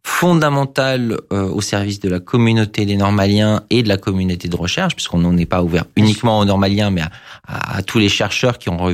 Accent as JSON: {"language": "French", "town": "Odesa", "region": "Odesa Oblast", "country": "Ukraine", "tie": "born or raised there", "moved": "yes", "said": "je suis originaire d'Odessa, qui est une ville au bord de la mer Noire."}